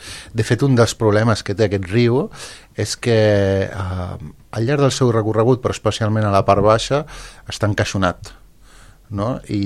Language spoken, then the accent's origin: Catalan; Calafell, Catalonia, Spain; jo soc de Calafell, però he treballat molts anys aquí a Cubelles, i ja des de ben petit ja venia a la desembocadura